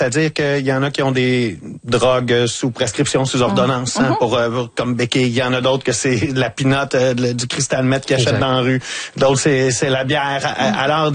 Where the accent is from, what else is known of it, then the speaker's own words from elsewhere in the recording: Lavaltrie, Quebec, Canada; now in Montreal, Canada; je viens de la Valtrie, dans la région, okay, de la Naudière. Mm-hmm. Puis quand je suis arrivé à Montréal, c'était ma porte d'entrée vers Montréal.